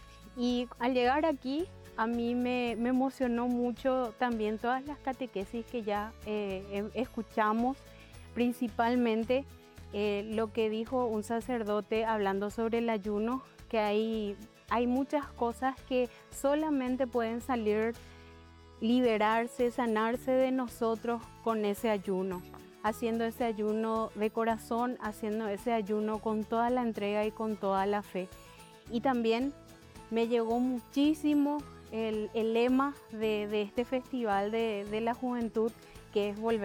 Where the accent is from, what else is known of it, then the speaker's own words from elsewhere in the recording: Paraguay; soy de Paraguay, soy una peregrina que llegó hasta acá